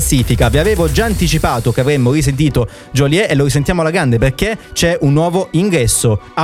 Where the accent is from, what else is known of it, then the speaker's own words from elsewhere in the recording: Calabria, Italy; moved away; quando tornerò al mio paese, cioè alla in Calabria verso fine luglio